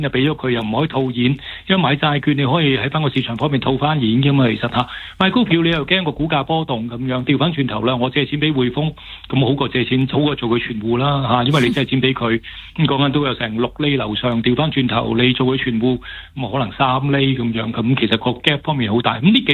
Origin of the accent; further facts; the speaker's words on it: Hong Kong; 作為香港人，